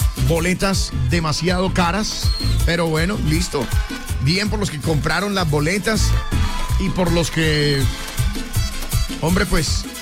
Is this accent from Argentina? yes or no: no; Colombia; nos volvimos a unir, mi amor, nuevamente como colombianos